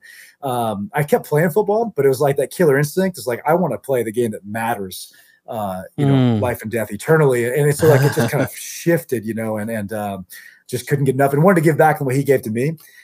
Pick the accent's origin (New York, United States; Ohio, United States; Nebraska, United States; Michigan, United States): Ohio, United States; I grew up in Ohio, and you know, there you kind of grew up out dreaming about being a Buckeye